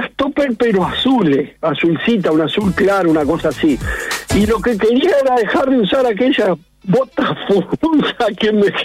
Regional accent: Maldonado, Uruguay; Yo soy de Maldonado. Acá en Maldonado, te voy a contar si tengo un minutito.

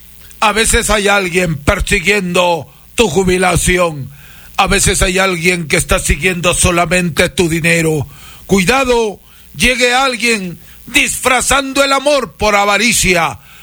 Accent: Peru; now in Ecuador; yo soy peruano y tengo aquí cerca de 28 años.

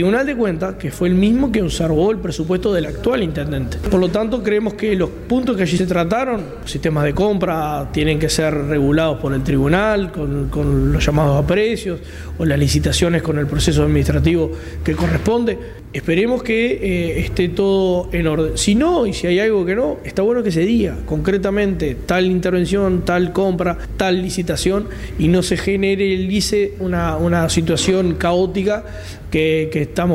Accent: Melo, Cerro Largo, Uruguay; acá que somos de Melo

